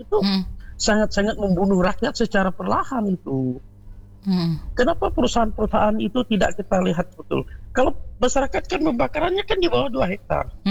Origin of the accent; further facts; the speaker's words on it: West Kalimantan, Indonesia; kami selaku orang Dayak ini